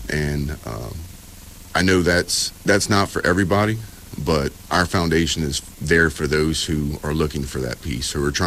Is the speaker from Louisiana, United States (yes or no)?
yes; Houma, Louisiana, United States; moved away as an adult; now in Texas, United States; I'm originally from South Louisiana, so I'm not a Texas native, but I've spent half my life in Texas through my career.